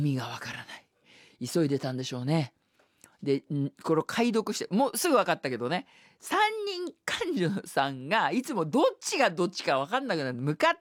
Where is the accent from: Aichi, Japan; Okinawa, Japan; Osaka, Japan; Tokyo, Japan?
Tokyo, Japan; 私下町東京の出身なもんですから、お相撲さんのお部屋、相撲部屋がいっぱいあるんですよ。